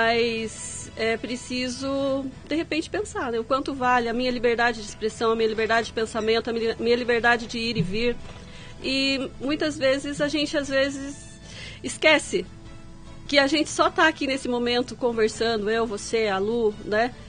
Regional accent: Brazil

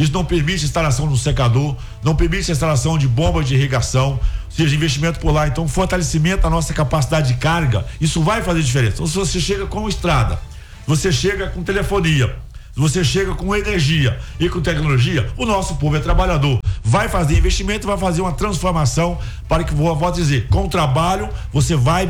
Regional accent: Espírito Santo, Brazil; o interior é de onde eu vim, de onde eu vivo, de onde eu trabalho.

